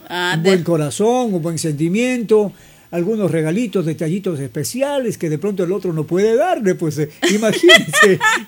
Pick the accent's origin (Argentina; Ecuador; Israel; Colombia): Ecuador; nosotros, como buenos ecuatorianos